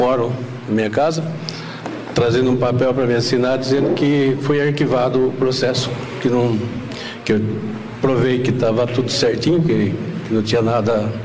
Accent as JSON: {"language": "Portuguese", "town": "Serra Negra", "region": "São Paulo", "country": "Brazil", "said": "Sou da cidade de Serra Negra."}